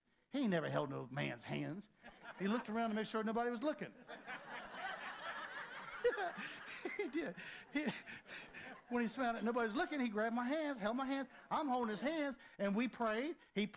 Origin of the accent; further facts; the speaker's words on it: Helltown, Virginia, United States; I'm a preacher from Helltown, Virginia. This place used to be documented Helltown.